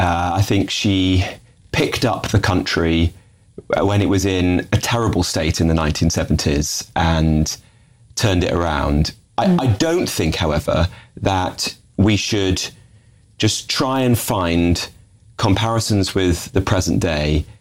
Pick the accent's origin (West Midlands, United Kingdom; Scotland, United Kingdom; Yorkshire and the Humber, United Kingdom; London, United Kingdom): West Midlands, United Kingdom; Wolverhampton; I mean, I know the area extremely well. I grew up around there in Wolverhampton.